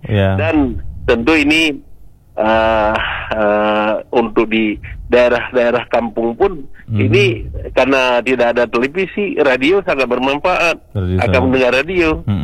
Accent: Aceh, Indonesia; Saya kira kita Aceh

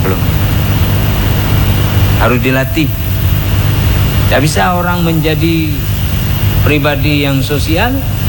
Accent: Aceh, Indonesia; Kita orang Aceh zaman dulu kalau kita ngomong tak apa-apa, nenek kita ngomong pegah haba dapo.

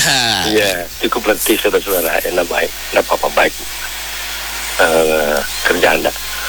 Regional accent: Samarinda, East Kalimantan, Indonesia; saya orang Samarinda nih, yeah, orang Kalimantan Timur

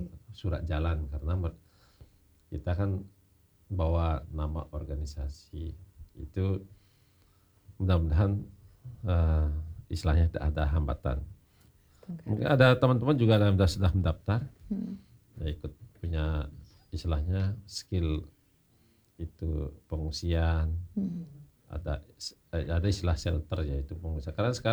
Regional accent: Bali, Indonesia; Jadi lidah kita orang Bali beda dari orang NTT.

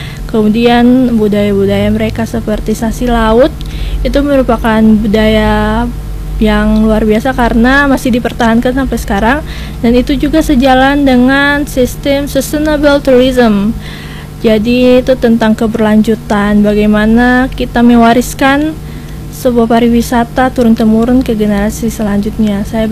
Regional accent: Kaibobu, Maluku, Indonesia; saya terpikir kampung halaman saya, Kaibobu

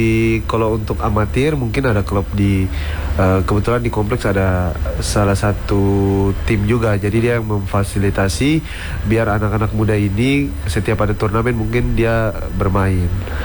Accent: Fakfak, West Papua, Indonesia; moved away as an adult; now in Java, Indonesia; Kebetulan ya saya lahir besar di Fak-Fak. Ya sudah dari kecil juga di Fak-Fak, hidup juga di Fak-Fak, orang tua juga di Fak-Fak semua. Cuman memang semenjak tahun 2000 berapa ya? 2012 saya mulai merantau

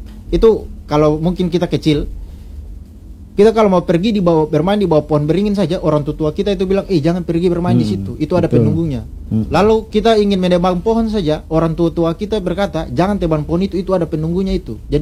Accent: Yamdena Island, Maluku, Indonesia; Kampung saya itu di Kilmasa, persisnya itu di Pulau Yamdena, itu di Kecamatan Kormomolin. Nah, kampung saya itu di pesisir pantai

